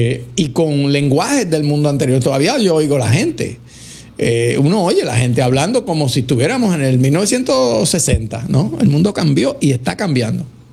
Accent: Puerto Rico; en Puerto Rico tenemos el tax local más alto de todo el sistema federal

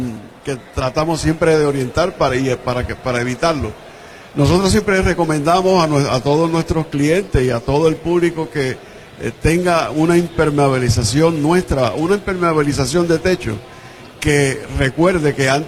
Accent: Puerto Rico; estamos fabricando aquí en Puerto Rico, somos puertorriqueños.

